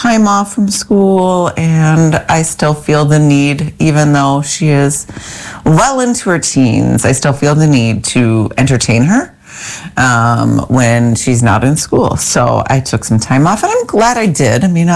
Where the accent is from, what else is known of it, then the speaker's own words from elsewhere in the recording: Minnesota, United States; which is really difficult being a Minnesotan, is being cold.